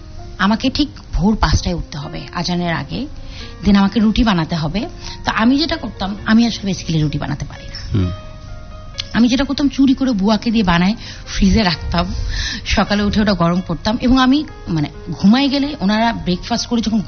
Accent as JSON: {"language": "Bangla", "region": "North Bengal", "country": "Bangladesh", "tie": "born or raised there", "moved": "yes", "said": "নোয়াখালী এবং আমার হোমটাউন উত্তরবঙ্গ, দুইটা আসলে দুই রকম কালচারের।"}